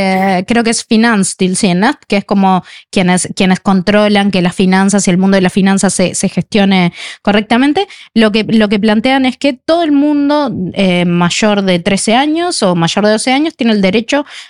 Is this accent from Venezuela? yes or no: no; Uruguay; moved away as an adult; also born or lived in Sweden; now in Norway; tu cédula de identidad, como le decimos en Uruguay